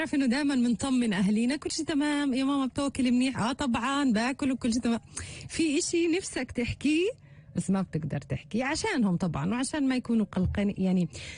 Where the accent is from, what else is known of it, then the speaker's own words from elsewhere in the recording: Palestine; accent: Palestinian; moved away; لهجتنا الفلسطينية مليئة بالمفردات اللي صعب نترجمها باللغات التانية